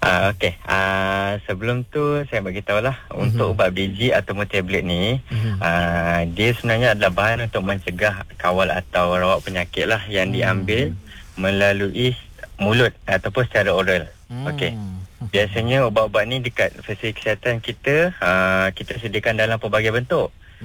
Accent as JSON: {"language": "Malay", "region": "Selangor", "country": "Malaysia", "lives_now": "Kudat, Malaysia", "said": "Saya asal daripada Selangor tapi ditugaskan ke Kudat, Sabah lah."}